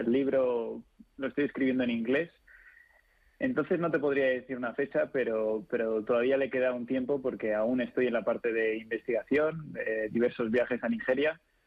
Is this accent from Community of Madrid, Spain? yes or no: yes; Madrid, Community of Madrid, Spain; la relación que tengo con Madrid, yo he vivido aquí toda mi vida y mi familia y mis amigos están aquí.